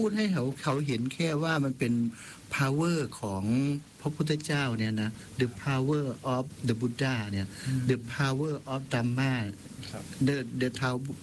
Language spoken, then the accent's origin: Thai; Isan, Thailand; แต่ว่าบ้านเฮาเนี่ยในความเป็นของพื้นเพคนอีสานเนี่ยหักแพ้งแบ่งปันเอื้อเฟื้อเพื่อแผ่เมตตากรุณาอันนี้คือเฮามีมาแต่ใด